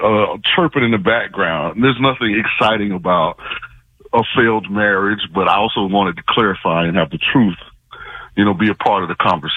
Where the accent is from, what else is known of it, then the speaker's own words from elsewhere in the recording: St. Petersburg, Florida, United States; I'm from St. Petersburg, Florida.